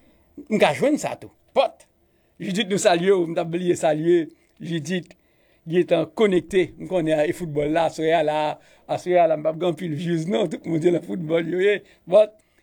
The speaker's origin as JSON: {"language": "French", "country": "Morocco", "said": "je suis marocain, je suis sorti Maroc."}